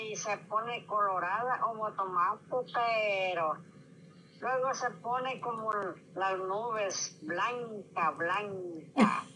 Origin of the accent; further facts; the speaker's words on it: Guadalajara, Jalisco, Mexico; moved away; cuando fue a verme allá a Guadalajara, allá a mi tierra